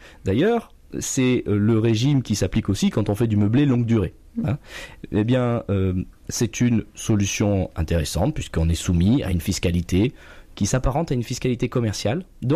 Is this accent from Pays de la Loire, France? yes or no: yes; Pays de la Loire, France; Vous avez cité que je viens de l'île de Noirmoutier.